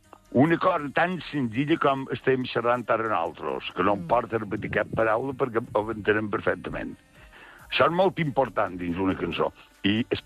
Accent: Mallorca, Balearic Islands, Spain; Jo som la terra de Mallorca.

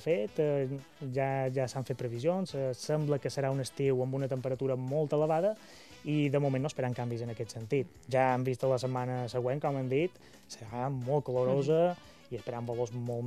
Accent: Mallorca, Balearic Islands, Spain

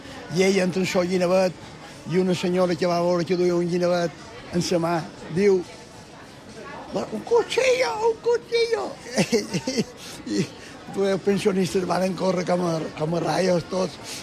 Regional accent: Palma, Balearic Islands, Spain; born there; Quan vaig començar a caminar, ma mare pelava peus i jo estava a 50 metres de la nave de xocs, de l'escorxador de Palma.

